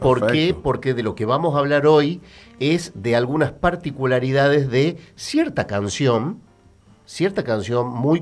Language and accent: Spanish; Argentina